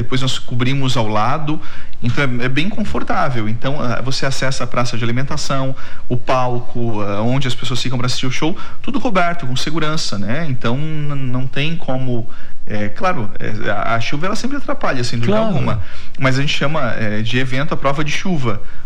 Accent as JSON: {"language": "Portuguese", "country": "Brazil", "moved": "yes", "said": "Eu sou do interior."}